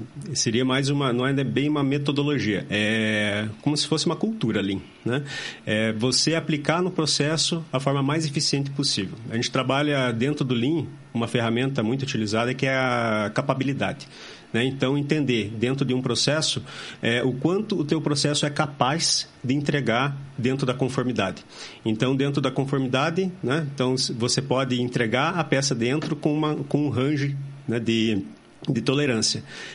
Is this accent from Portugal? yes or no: no; São José dos Pinhais, Paraná, Brazil; São José dos Pinhais, nascido e criado em São José dos Pinhais, pertinho daqui, né? Estudei em São José, fiz minha faculdade em Curitiba, mas sempre aqui pela região.